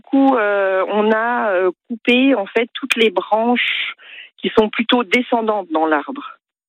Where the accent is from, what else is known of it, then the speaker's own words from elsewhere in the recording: Bourgogne-Franche-Comté, France; Du coup, on est originaire de la Franche-Comté, de Besançon, à côté de Besançon, oui.